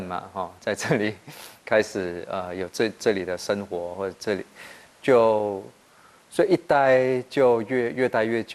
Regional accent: Kuala Lumpur, Malaysia; 在我国小的年纪的时候，是生活在还没那么都市化的吉隆坡，虽然我是在吉隆坡成长，然后可是那个时候住的房子还是木屋哦

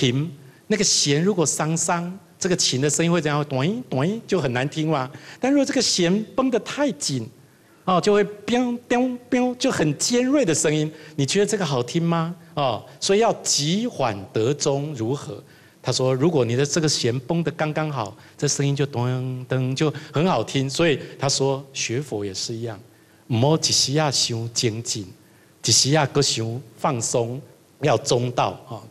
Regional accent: Taiwan; born there; 我生在台湾呢，

